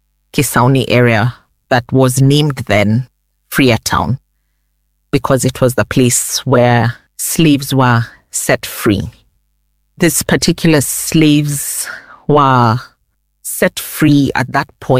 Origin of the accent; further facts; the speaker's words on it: Freetown, Western Area, Sierra Leone; also born or lived in Nairobi, Kenya; because Freetown is a place for me that I have grown up in from as early as 7 months. I did say that I was born in Nairobi, but I did come to live with my grandparents at around 7 months of age.